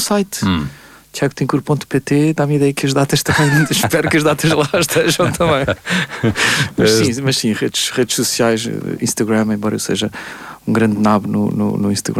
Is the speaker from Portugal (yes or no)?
yes; Coimbra, Portugal; a primeira apresentação deste álbum foi em Coimbra, São Francisco, no Convento de São Francisco, a minha cidade natal.